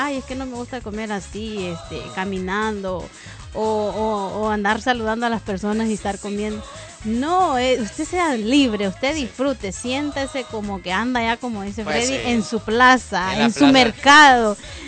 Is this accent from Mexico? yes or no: no; Honduras